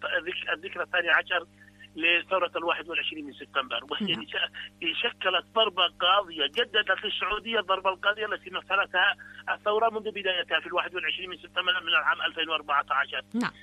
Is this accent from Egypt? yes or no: no; Yemen